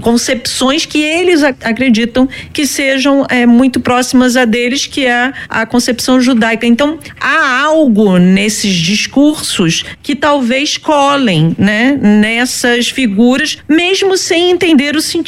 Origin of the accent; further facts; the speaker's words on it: Rio de Janeiro, Brazil; a gente que mora aqui no Rio de Janeiro, eu sou do Rio de Janeiro